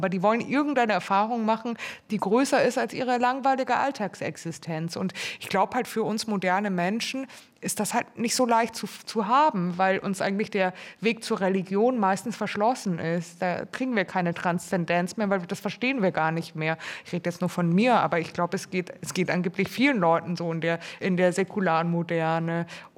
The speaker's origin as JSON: {"language": "German", "town": "Munich", "region": "Bavaria", "country": "Germany", "said": "Ich bin ja aus München"}